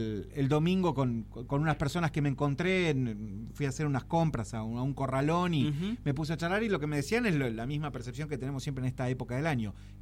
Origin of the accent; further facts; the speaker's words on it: Tierra del Fuego, Argentina; todos los fueguinos